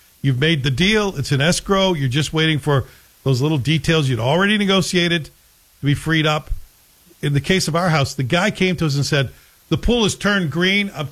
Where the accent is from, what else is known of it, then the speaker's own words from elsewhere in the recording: Canada; also born or lived in Chicago, United States; And as a Canadian, you think, well, wait a second. This is not how we do business.